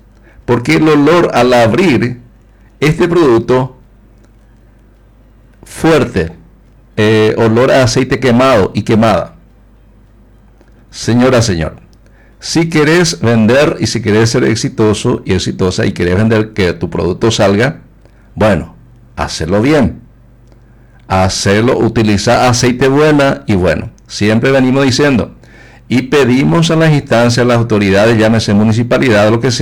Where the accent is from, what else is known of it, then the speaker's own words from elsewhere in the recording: Paraguay; Yo soy norteño y aquí en la mañana al despertar, pulso del día.